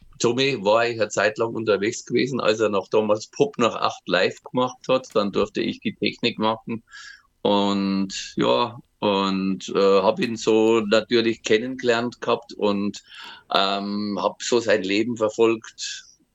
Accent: Bavaria, Germany; da fühle ich mich eigentlich, so blöd es klingt, als Bayer in Österreich am wohlsten

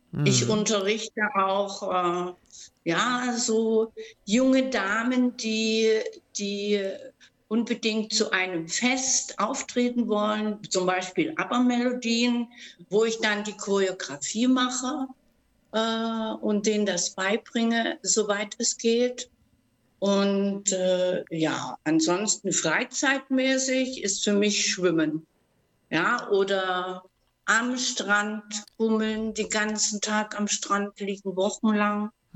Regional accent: Germany; Heimat? Also Deutschland ist erstmal meine Heimat.

